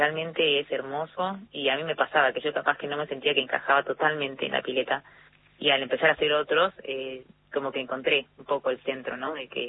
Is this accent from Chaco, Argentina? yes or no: no; Salta, Argentina; Yo soy de Capital.